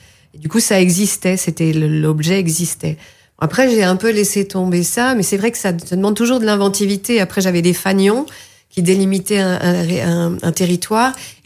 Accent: Le Havre, Normandy, France; Et je leur dis, je viens du Havre.

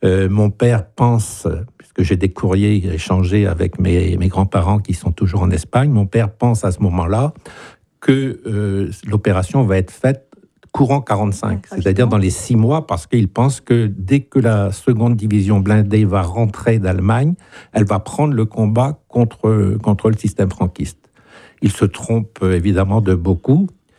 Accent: France; Pour ma mère, ma sœur et moi, pas de problème, nous sommes français

